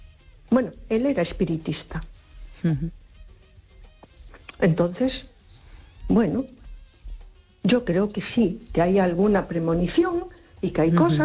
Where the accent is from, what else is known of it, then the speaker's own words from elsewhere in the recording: A Coruña, Galicia, Spain; Hola, buenas noches. … de Coruña.